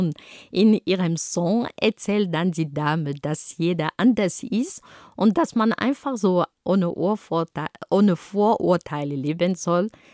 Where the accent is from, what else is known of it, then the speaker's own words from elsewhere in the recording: Cameroon; now in Germany; Und wo ich herkomme, in Kamerun, da haben wir eine besondere Art und Weise, uns anzuziehen. Und wir haben zum Beispiel die Wax-Kleidungen, also Kleidungen mit afrikanischen Muster.